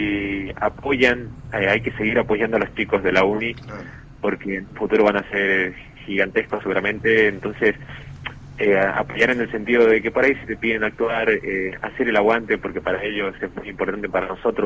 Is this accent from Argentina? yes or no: yes; La Rioja, Argentina